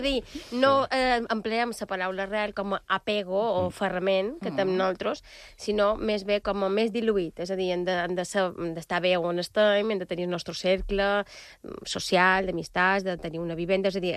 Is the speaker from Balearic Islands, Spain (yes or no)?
yes; Balearic Islands, Spain; jo sóc molt mallorquina.